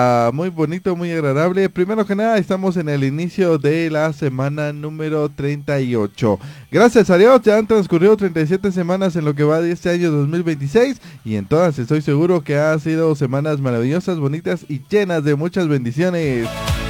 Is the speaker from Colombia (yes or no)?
no; Guatemala; nuestro país, de Guatemala